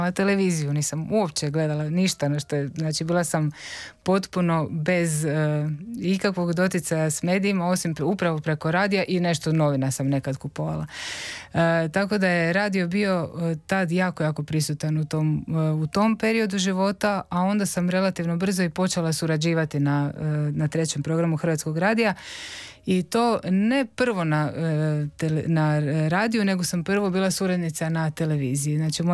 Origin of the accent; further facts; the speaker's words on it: Zadar, Zadar County, Croatia; moved away as an adult; now in Zagreb, Croatia; kako sam ja rođena i odrasla u Zadru